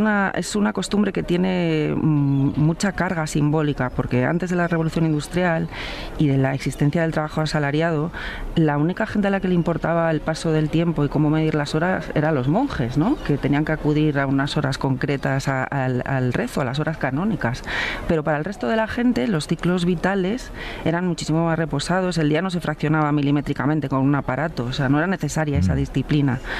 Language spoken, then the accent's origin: Spanish; Ponferrada, Castile and León, Spain; Yo vengo también a escuchar, a aprender y además que yo soy una parvenu de Ponferrada.